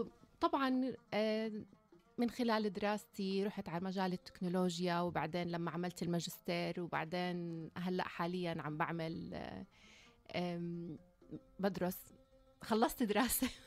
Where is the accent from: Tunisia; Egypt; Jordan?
Jordan; moved away as an adult; now in Australia; أوكي، أنا إجيت من الأردن. بالأردن درست محاسبة بالجامعة وكان عندي خبرة بالمحاسبة شوي. بعدين لما اجيت على أستراليا